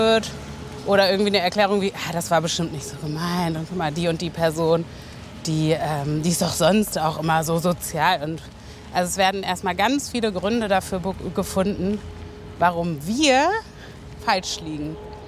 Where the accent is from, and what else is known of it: Germany